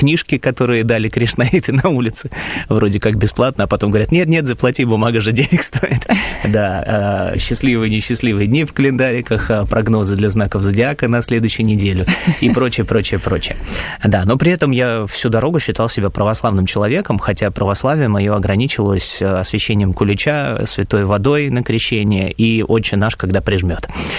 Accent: Moscow, Russia; born there; moved away as an adult; also born or lived in Pskov; now in Sevastopol; Родился я в Москве. В 1988 году, мне уже 37 лет

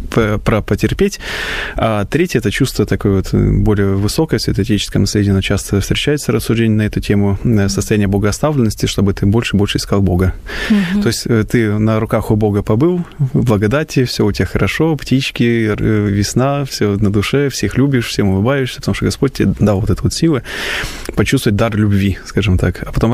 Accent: Leningrad Oblast, Russia; И поскольку я родом с Ленинградской области и стал воцерковляться на Пасху, это было в 2005 году

